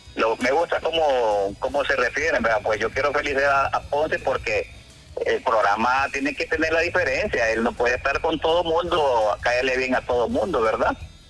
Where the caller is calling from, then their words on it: Honduras